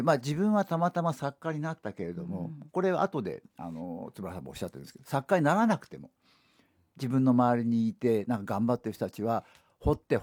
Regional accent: Osaka, Japan; accent: Osaka dialect; なんで僕大阪弁になって

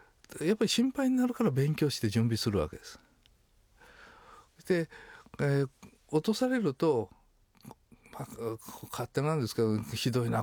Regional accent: Ehime, Japan; also born or lived in Matsuyama; 私愛媛県の山奥の出身なんですね。まあ、30軒ぐらいしか家がない山の中で

